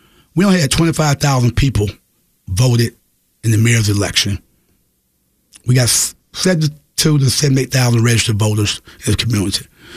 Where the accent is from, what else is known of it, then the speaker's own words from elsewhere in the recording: South Carolina, United States; Same thing happened in my home state in South Carolina.